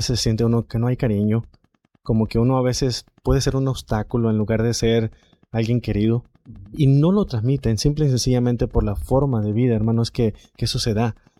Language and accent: Spanish; Sinaloa, Mexico; born there; Nací en Sinaloa, México. Yo fui el menor de mis hermanos.